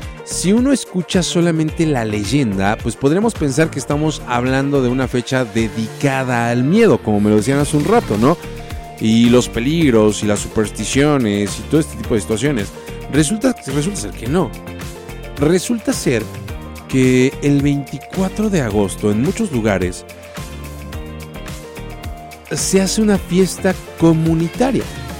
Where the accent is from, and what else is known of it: Mexico